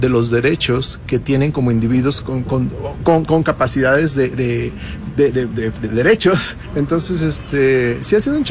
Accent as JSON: {"language": "Spanish", "region": "Mexico City", "country": "Mexico", "also_born_or_lived": "New York", "moved": "as an adult", "said": "Pues soy originalmente de Ciudad de México, ya me fui grande a Estados Unidos, a Nueva York, estuve ahí viviendo 11 años"}